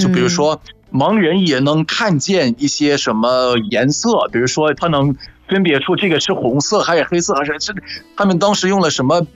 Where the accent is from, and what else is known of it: Egypt; Chinese is a second language